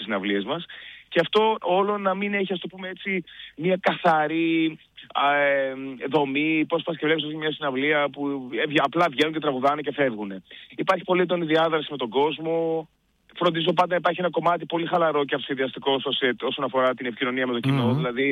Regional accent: Thessaloniki, Central Macedonia, Greece; now in Athens, Greece; εγώ είμαι από τη Θεσσαλονίκη, όπως μπορεί να γνωρίζετε.

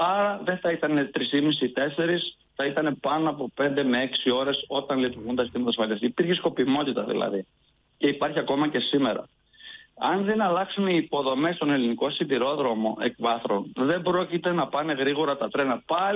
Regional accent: Greece

